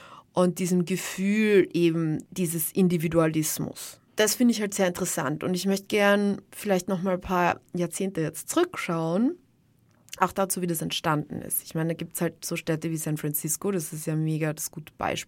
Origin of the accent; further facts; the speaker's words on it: Graz, Styria, Austria; also ich bin aus Graz und ich habe schon in sehr vielen unterschiedlichen Bezirken gewohnt